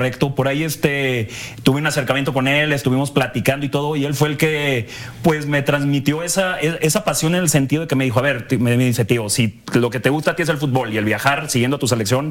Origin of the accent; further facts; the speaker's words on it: Mexico; soy el primer mexicano que sale en las redes sociales de FIFA